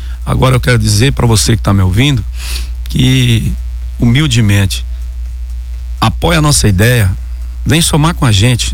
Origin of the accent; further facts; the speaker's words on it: São Sebastião, São Paulo, Brazil; Eu sou sebastianense, eu acompanhei a política pública de São Sebastião